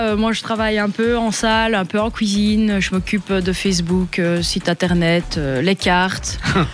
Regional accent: Liège, Wallonia, Belgium; now in France; je ne viens pas du coin, moi je suis de Liège, je pense que ça peut un peu s'entendre

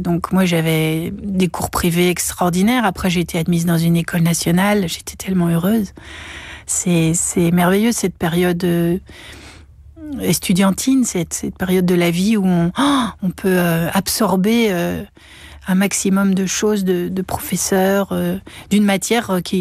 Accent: Namur, Wallonia, Belgium; moved away; surtout quand on vient de Namur et qu'on arrive à Paris, qui est une ville qui peut être agressive et violente.

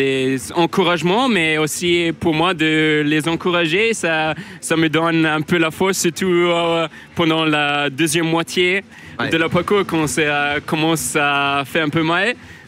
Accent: Vancouver, British Columbia, Canada; French is a second language; now in Brussels, Belgium; oui, je suis canadien. Je viens de Vancouver. J'habite à Bruxelles depuis à peu près 2 ans.

